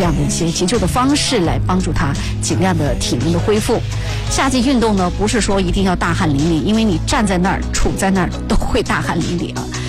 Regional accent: Chongqing, China

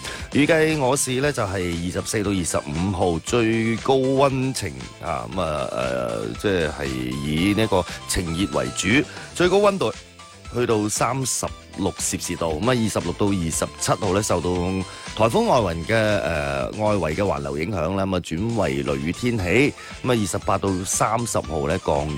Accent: Guangdong, China; 我哋广东人咧都系叫凉粉啦

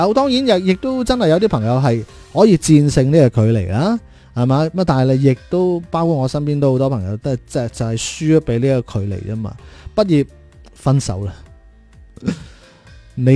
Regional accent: Zhaoqing, Guangdong, China

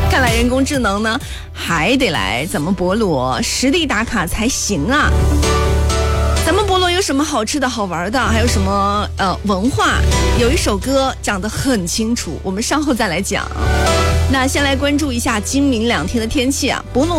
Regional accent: Guangdong, China; 咱们广东人

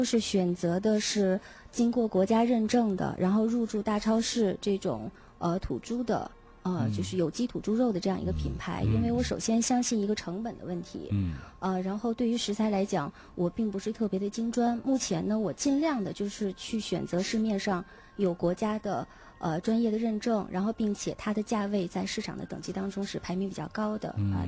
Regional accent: China; 我们中国人

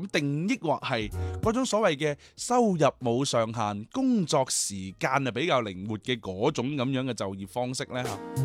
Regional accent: Guangdong, China; 我哋广东人

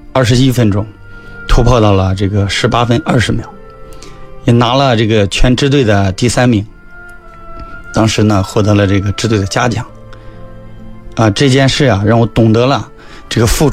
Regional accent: Henan, China; moved away as an adult; now in Xinjiang, China; 我这个老家是河南的

